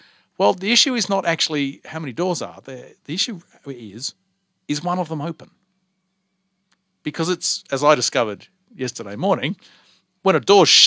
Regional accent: Wembley, London, United Kingdom; I do. I was born in England. I grew up in Wembley.

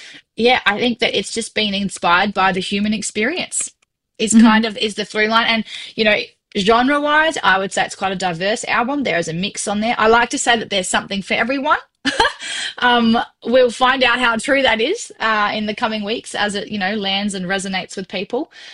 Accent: South Australia, Australia; I am from South Australia.

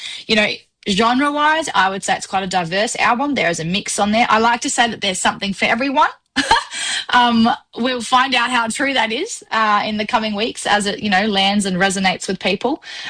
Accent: South Australia, Australia; I am from South Australia.

